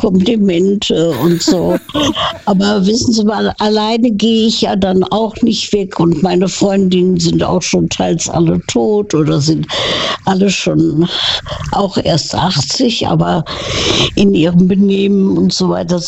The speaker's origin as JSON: {"language": "German", "region": "Saarland", "country": "Germany", "said": "Ich komme aus dem Saarland."}